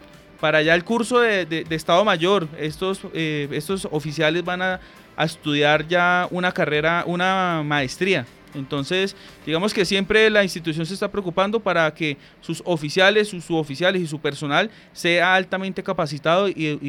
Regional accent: Colombia; nosotros como colombianos

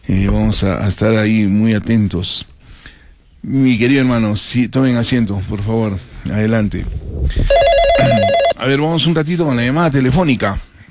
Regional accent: Arequipa, Peru; y yo soy de Arequipa.

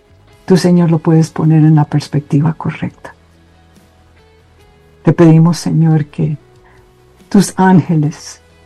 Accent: Colombia; con nosotros como hijos tuyos y también como colombianos.

